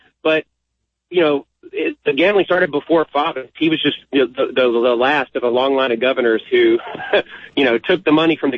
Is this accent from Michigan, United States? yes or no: no; Hot Springs, Arkansas, United States; It's incredible, really, because when I was growing up in Hot Springs, you know, around the 1970s, early 80s, the city lost a lot of its tourism